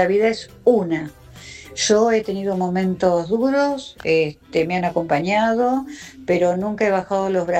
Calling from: Villa Bosch, Buenos Aires Province, Argentina

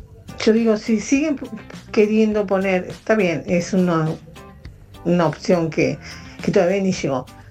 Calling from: Ezeiza, Buenos Aires Province, Argentina; de Ezeiza.

